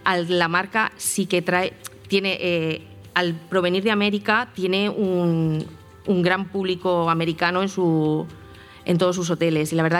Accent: Benidorm, Valencian Community, Spain; born there; soy de Benidorm, nacida en Benidorm.

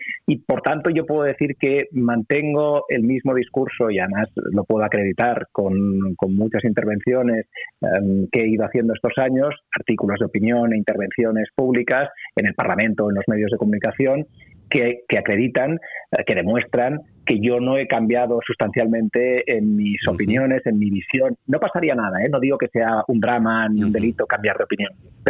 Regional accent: Catalonia, Spain; Yo soy catalán y en mi tierra, la unidad de mi país, de España, ha estado durante muchos años y sigue estando, de hecho, en entredicho

